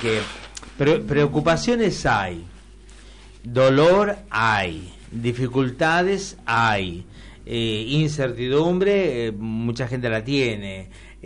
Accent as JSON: {"language": "Spanish", "country": "Argentina"}